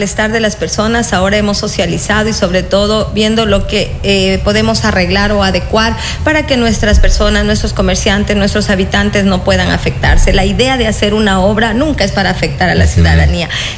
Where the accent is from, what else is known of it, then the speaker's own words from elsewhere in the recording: Santo Domingo, Santo Domingo de los Tsáchilas, Ecuador; also born or lived in Quito; Nacimos en Quito, pero al mes de nacidos vinimos a Santo Domingo. Así que yo me siento santodomingueña